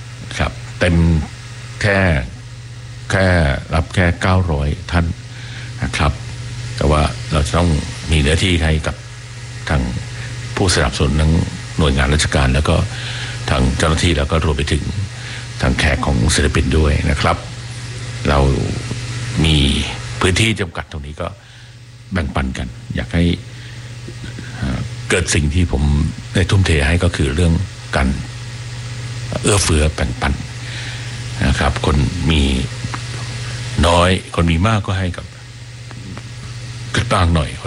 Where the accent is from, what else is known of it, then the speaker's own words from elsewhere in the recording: Bangkok, Thailand; ก็ตอนไปอยู่กันกับน้องสาวซึ่งเราก็เป็นเด็กกรุงเทพนะฮะที่มีไฟฟ้าแล้วแล้วก็มีโทรทัศน์ดู